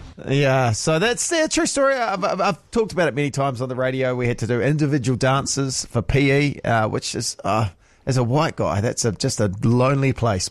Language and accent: English; Masterton, Wellington, New Zealand; moved away; Masterton, my hometown where I grew up.